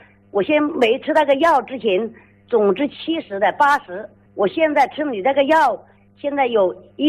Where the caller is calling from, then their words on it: Jiayu, Hubei, China; 我是排州嘉鱼排州镇。